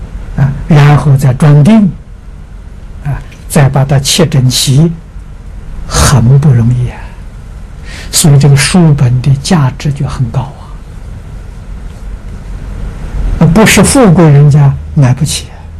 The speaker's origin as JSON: {"language": "Chinese", "region": "Anhui", "country": "China", "tie": "born or raised there", "moved": "yes", "said": "我们家乡啊，好像安徽省呢"}